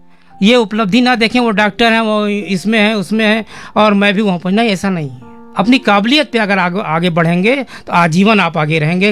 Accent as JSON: {"language": "Hindi", "town": "Gonda", "region": "Uttar Pradesh", "country": "India", "tie": "born or raised there", "moved": "as an adult", "lives_now": "Gorakhpur, India", "said": "यहाँ की माटी, यहाँ की बोली, यहाँ की भाषा मेरे मन से कभी नहीं जा सकता। जब मैं कभी गोंडा आता हूँ मुझे मेरा बचपन याद आ जाता है"}